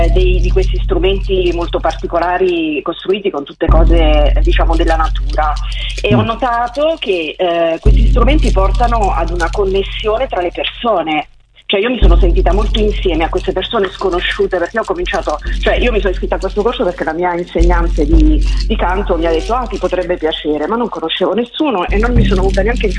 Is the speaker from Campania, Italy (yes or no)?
yes; Agropoli, Campania, Italy; io sono originaria del sud di Agropoli, cioè il Salerno